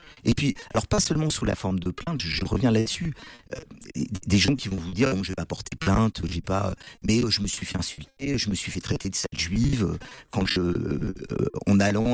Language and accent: French; Auvergne-Rhône-Alpes, France; moi je le dis d'autant plus à l'aise, d'autant plus à l'aise là-dessus que je suis ardéchois. Donc je viens de Privas, je viens d'un petit village à côté de Privas.